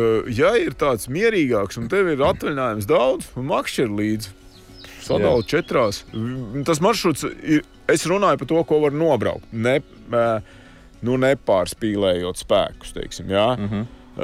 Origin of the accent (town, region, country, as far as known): Ventspils, Courland, Latvia; born or raised there